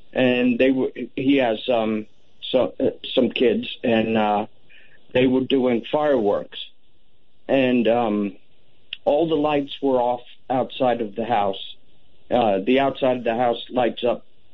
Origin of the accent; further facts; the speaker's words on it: Norman, Oklahoma, United States